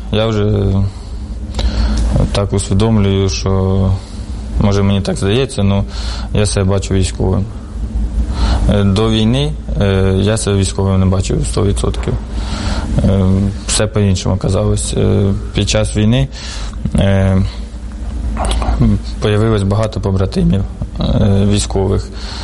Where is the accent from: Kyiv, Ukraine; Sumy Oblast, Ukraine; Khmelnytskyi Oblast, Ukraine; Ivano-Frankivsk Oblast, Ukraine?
Sumy Oblast, Ukraine; Sumy; Із Сумщини. Суми.